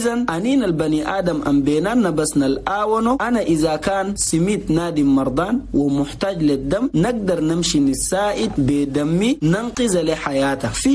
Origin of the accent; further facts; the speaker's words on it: Chad; نقول لأخواننا المواطنين جميعا في بلدنا تشاد